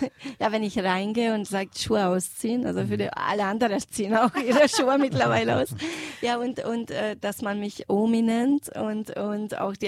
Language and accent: German; Pilisszentiván, Pest, Hungary; ich bin in Pilisantiva aufgewachsen